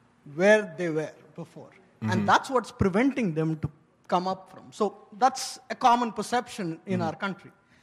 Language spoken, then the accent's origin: English; India; Hi, I come from India, so even our society is like this